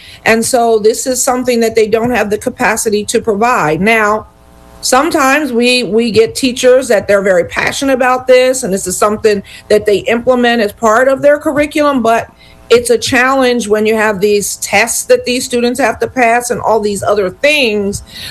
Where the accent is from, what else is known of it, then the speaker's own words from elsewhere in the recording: Montgomery County, Pennsylvania, United States; So I'm from Montgomery County, right? And it's beautiful. It's the second wealthiest county in the state, right?